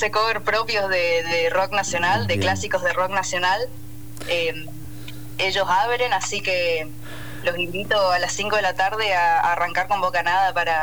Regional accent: Misiones, Argentina

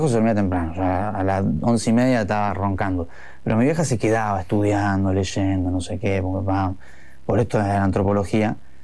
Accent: Rosario, Santa Fe, Argentina; soy de Rosario

